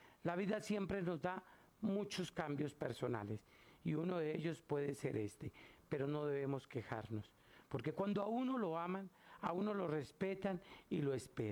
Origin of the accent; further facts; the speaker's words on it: Catemaco, Veracruz, Mexico; Porque saben que soy de Catemaco, Veracruz, y como soy de Catemaco, Veracruz, yo también tengo que ir a montar mis altares